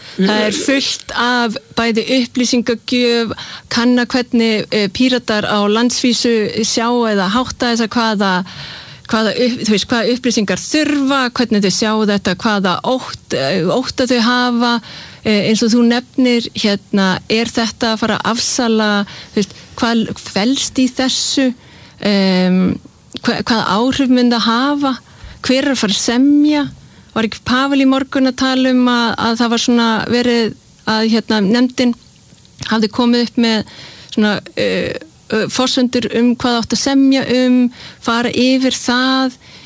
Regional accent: Denmark; Ég meina ég ólst upp í Evrópusambandinu. Ég veit nákvæmlega hvaða kostir og hvaða gallar. Ég meina ég ólst upp í Danmörku.

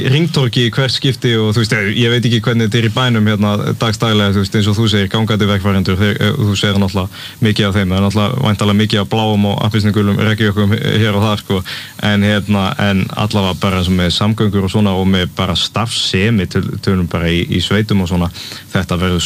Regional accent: Southern Region, Iceland; ég er úr Grímsnesinu, ég bjó í gullna hringnum

